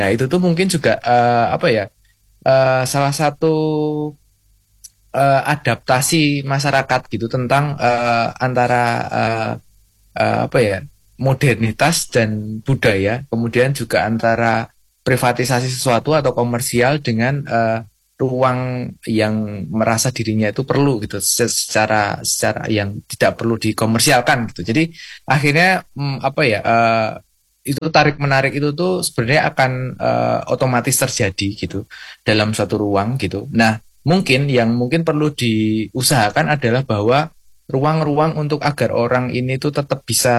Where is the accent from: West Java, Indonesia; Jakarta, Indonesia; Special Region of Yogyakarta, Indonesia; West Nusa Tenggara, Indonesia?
Special Region of Yogyakarta, Indonesia; Sleman; mungkin kayak saya juga warga Sleman ya